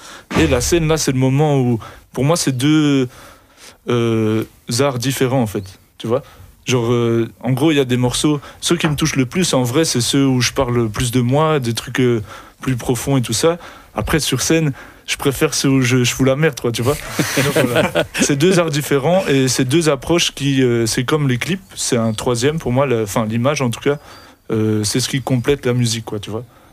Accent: Saint-Gilles, Brussels-Capital Region, Belgium; parce que je suis de Saint-Gilles.

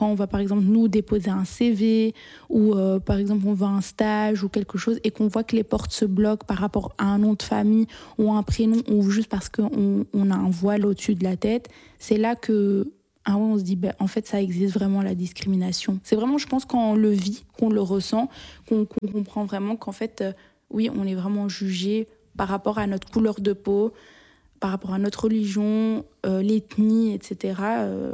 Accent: Belgium; Pour moi, c'est une évidence que déjà, eux qui nous pointent du doigt, la plupart, nous, on est nés en Belgique. Donc, on est belge, on est citoyen belge.

